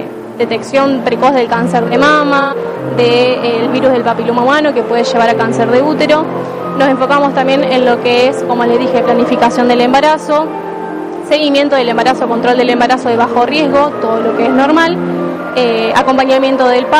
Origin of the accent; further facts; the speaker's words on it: Sunchales, Santa Fe, Argentina; yo estudio en la sede Rafaela Sunchales, particularmente yo soy de Sunchales